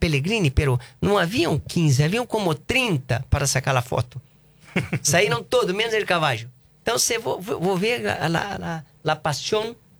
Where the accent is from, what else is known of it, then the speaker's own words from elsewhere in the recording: Brazil; Spanish is a second language; Sí, soy. Soy un jockey brasileño que vino a correr el Gorila de Brasil, bueno.